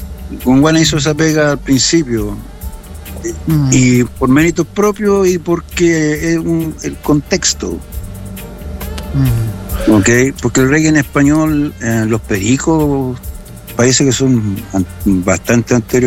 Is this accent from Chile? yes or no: yes; Viña del Mar, Valparaíso, Chile; now in Los Angeles, United States; Es que yo soy de Viña, así que todos los equipos de la quinta región, compadre, tienen mi cariño.